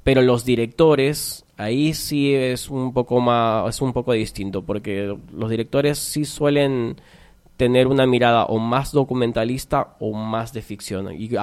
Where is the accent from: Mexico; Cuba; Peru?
Peru; Tarapoto, San Martín; Yo soy de Tarapoto.